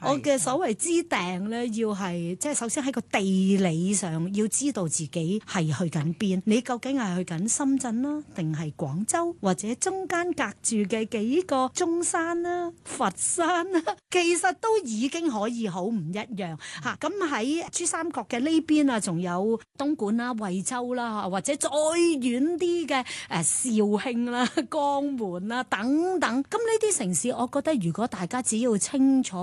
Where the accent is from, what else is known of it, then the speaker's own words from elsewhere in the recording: Hong Kong; 我哋其實香港人